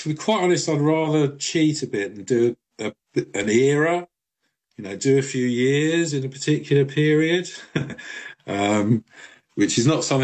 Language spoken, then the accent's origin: English; London, United Kingdom; and as a Londoner, I'm fascinated by at that point the biggest city in Europe, the most dynamic city.